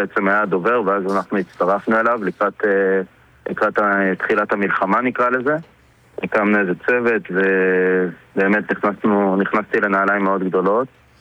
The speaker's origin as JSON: {"language": "Hebrew", "town": "Kiryat Shmona", "region": "Northern District", "country": "Israel", "tie": "born or raised there", "moved": "as an adult", "lives_now": "Misgav Am, Israel", "said": "אני כל חיי גדלתי בקריית שמונה, ואחרי זה עברנו למשגבם, אשתי בת משק."}